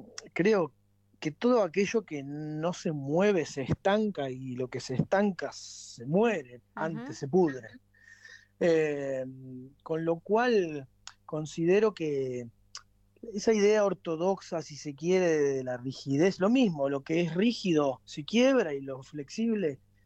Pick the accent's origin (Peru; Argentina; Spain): Argentina; primero que todo somos argentinos.